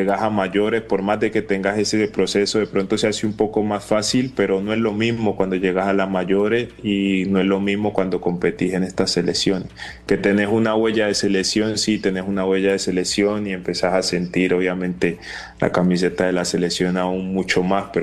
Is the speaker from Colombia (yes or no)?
yes; Cali, Valle del Cauca, Colombia; Para mí la salsa es vital. Soy caleño y me encanta la salsa.